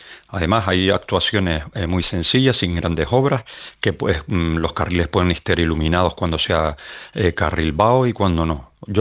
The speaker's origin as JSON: {"language": "Spanish", "region": "Canary Islands", "country": "Spain"}